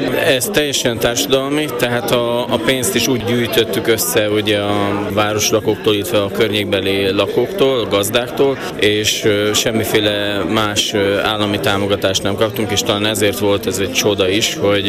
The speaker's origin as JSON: {"language": "Hungarian", "region": "Great Hungarian Plain", "country": "Hungary", "said": "már nem csak az Alföldet, ahonnan mi jöttünk"}